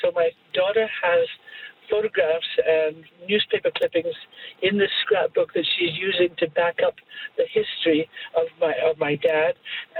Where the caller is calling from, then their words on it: Edmonton, Alberta, Canada; Edmonton.